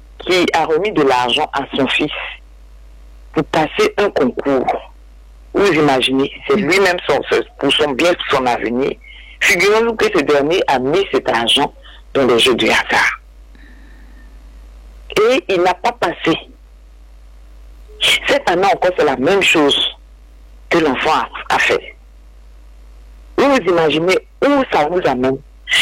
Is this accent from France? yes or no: no; Côte d’Ivoire; chez nous en Côte d'Ivoire